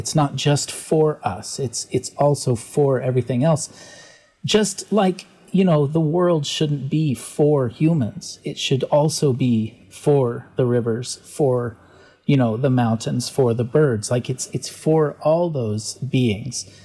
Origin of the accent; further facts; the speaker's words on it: Alaska, United States; I was born and raised in Alaska, and I'm like really tight with snow and ice.